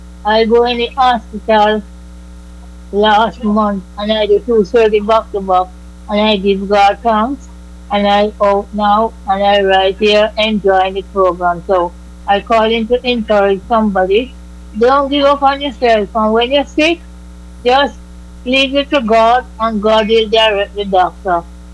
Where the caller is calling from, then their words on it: Bahamas; I'm calling from the Bahamas.